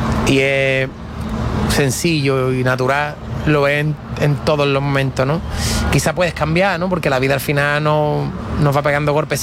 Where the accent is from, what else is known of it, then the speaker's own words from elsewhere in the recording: Rota, Andalusia, Spain; moved away; A mí me da alegría ver mi pueblo lleno de gente de fuera y de todas partes.